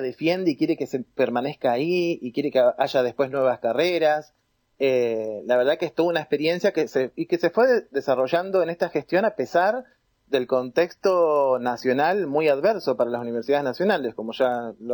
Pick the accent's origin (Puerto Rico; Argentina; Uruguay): Argentina; Allen, Río Negro; Yo, de hecho, soy de Allen, no sé si conocen, pero es un pueblo, una ciudad ya, que está acá en el Alto Valle, entre Cipolletti y Roca, digamos, que son las ciudades más grandes, en Río Negro